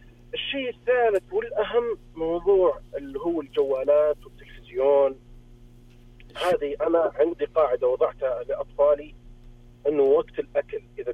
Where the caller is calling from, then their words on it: Riyadh, Riyadh Province, Saudi Arabia; انا من الرياض.